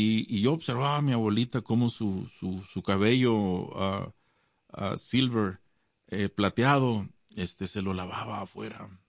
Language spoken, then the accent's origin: Spanish; Ciudad Juárez, Chihuahua, Mexico; Sí, cuando yo crecí en la frontera en Ciudad Juárez, yo cruzaba y algunas veces se me olvidaba el cruce y pasaba uno, ¿no?